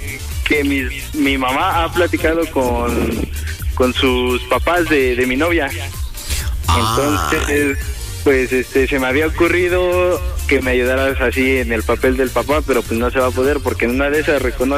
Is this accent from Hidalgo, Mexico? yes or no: yes; Hidalgo, Mexico; Ah, pues yo hace como mes y medio fui para allá. Yo soy de Hidalgo, fui para allá.